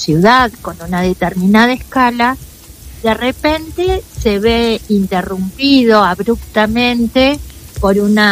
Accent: Colonia del Sacramento, Colonia, Uruguay; Soy de Colonia del Sacramento.

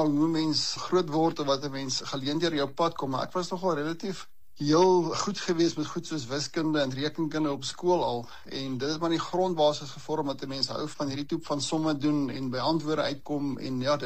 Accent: Bethal, Mpumalanga, South Africa; Ek het byna vandag my matriek gemaak by die Hoërskool Hooggenoot, ook op Bethal.

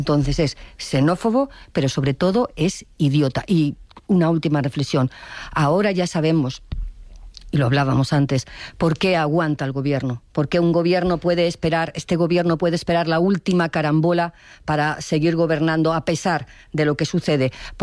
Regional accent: Castile and León, Spain; Ya le vendría bien a mi tierra, a Castilla y León, tener migración joven allí

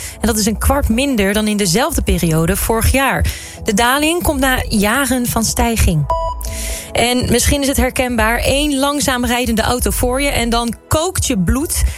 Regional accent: Friesland, Netherlands; moved away; Ja, maar ik kom dus uit Friesland en daar is iedereen zo relaxed aan het rijden.

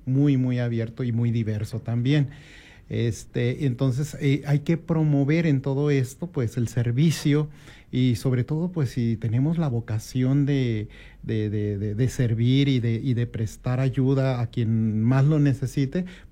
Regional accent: Mexico; Como mexicanos todos tenemos derecho pues a tener un seguro social.

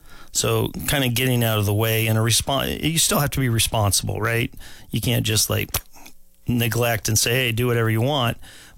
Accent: Homer, Alaska, United States; born or raised there; also born or lived in Anchorage

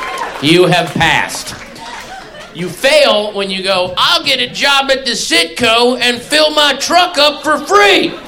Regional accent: Sterling, Virginia, United States; moved away; I grew up in Sterling, Virginia. Actually, you know what? That isn't even accurate. Because Sterling, Virginia didn't even have enough identity to have like a... It was a planned community.

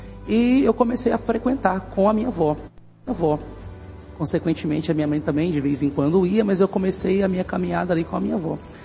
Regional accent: Goiânia, Goiás, Brazil; now in Salvador, Brazil; Eu sou de Goiânia, né? Hoje nós estamos em Salvador.

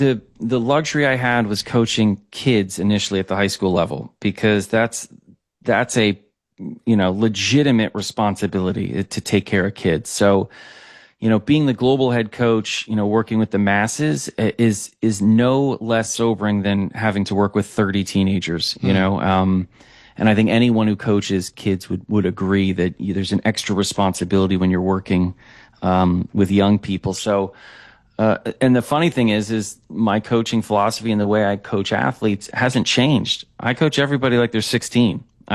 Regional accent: New Jersey, United States; I grew up in New Jersey, so there's a really rich track and field cross-country heritage there. Obviously, we're right near Philly

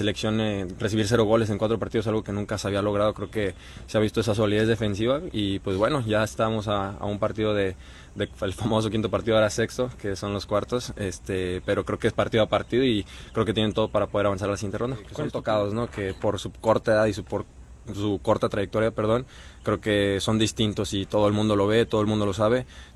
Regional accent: Mexico; nos da mucho gusto como mexicanos

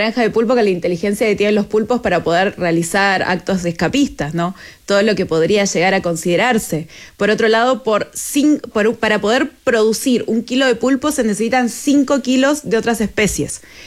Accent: Chile; que seamos inteligentes como chilenos

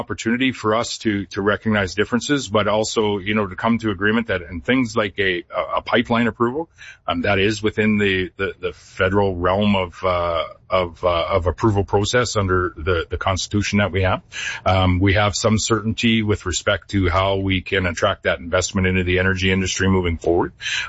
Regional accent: Canada; I'm not Albertan, but I am a Canadian, and I am a leader of a province that's adjacent

